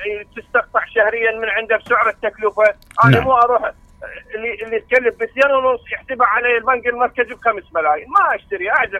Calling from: Iraq; انا عراقي

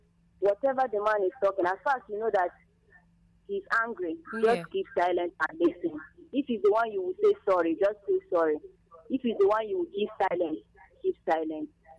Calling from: Kano, Nigeria; I'm coming from Ugo in Kano West.

